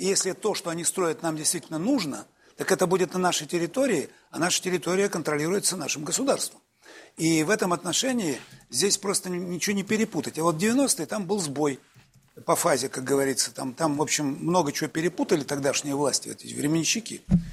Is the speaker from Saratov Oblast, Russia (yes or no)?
no; Perm, Perm Krai, Russia; moved away as an adult; now in Moscow, Russia; я вот сам родом из Перми, это моя родина малая, я живу там на самом деле, я в Москве на временной прописке с конца 70-х годов, но прописан-то я постоянно в городе Перми, городе трудовой доблести.